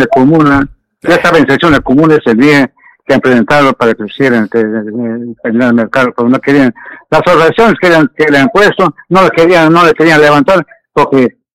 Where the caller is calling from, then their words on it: Morales, San Martín, Peru; Yo sí vivo en Morales.